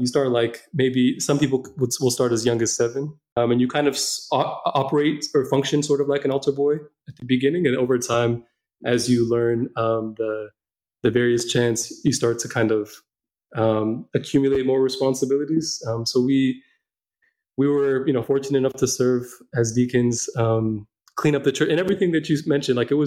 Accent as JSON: {"language": "English", "country": "United States", "tie": "born there", "also_born_or_lived": "San Diego, California / Las Vegas, Nevada", "first_language": "Amharic", "second_language": "English", "said": "When we were growing up in San Diego"}